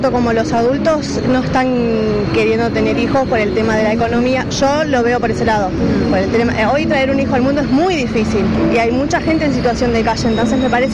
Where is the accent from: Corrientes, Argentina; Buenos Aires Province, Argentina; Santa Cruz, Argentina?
Buenos Aires Province, Argentina; González Catán; Yo soy de González Catán, trabajo de administrativa en una oficina del gobierno.